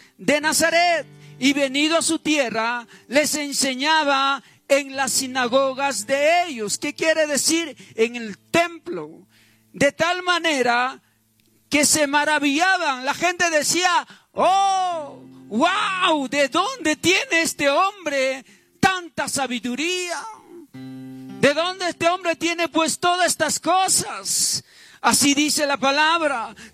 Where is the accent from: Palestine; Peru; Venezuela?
Peru; moved away; me vas a ver como el peruano